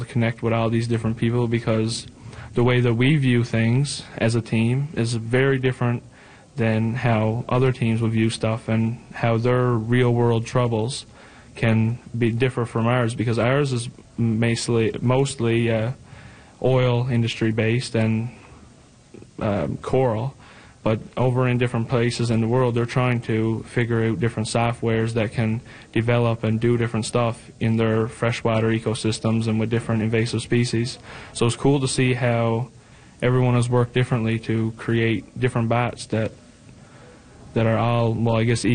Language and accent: English; Newfoundland and Labrador, Canada; where we're from Labrador